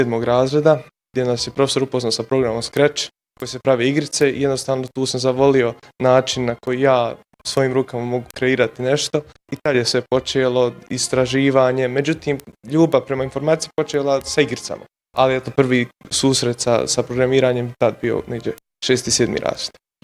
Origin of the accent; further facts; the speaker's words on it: Sarajevo, Federation of Bosnia and Herzegovina, Bosnia & Herzegovina; dolazim iz Sarajeva, maturant sam Richmond Park International Secondary School Sarajevo, imam 19 godina.